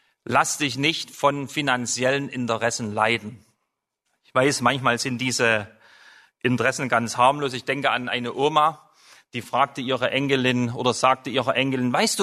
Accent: Germany; Ich bin in der DDR groß geworden als Christ, war auch in einem Jugendkreis so wie ihr

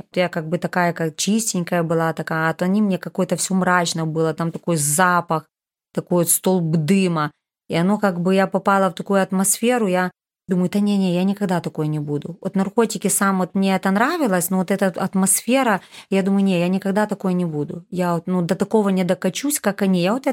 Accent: Rivne, Rivne Oblast, Ukraine; я из Ровно. Мне 50 лет скоро будет.

